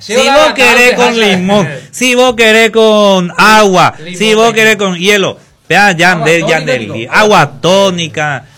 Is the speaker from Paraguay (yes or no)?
yes; Paraguay; todos somos paraguayos.